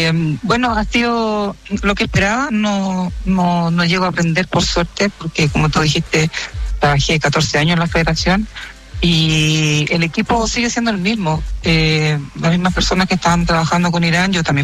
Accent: Santiago, Santiago Metropolitan Region, Chile; No, soy de Santiago.

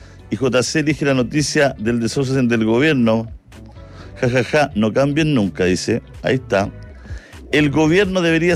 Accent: Chile; ya que los únicos que perdemos siempre somos los chilenos.

